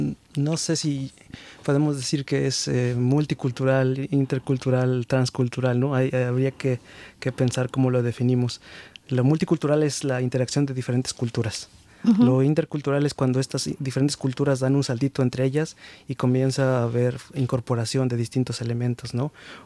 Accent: Mexico; now in Germany; conozco un alemán que se siente más mexicano que yo.

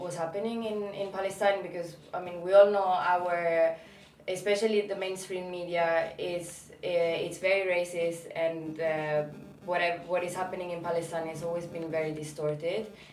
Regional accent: Italy; I'm an activist from Italy, and I've been with the International Solidarity Movement, or ISM, for a few years now.

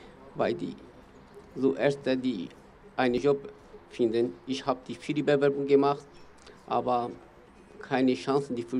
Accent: Turkey; German is a second language; moved away as an adult; now in Gomaringen, Germany; Ich komme aus der Türkei.

